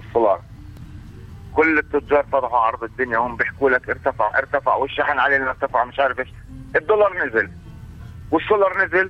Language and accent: Arabic; Ramallah, West Bank, Palestine; والله العظيم على الصبح انه انا كنت في رام الله، وانا ابن رام الله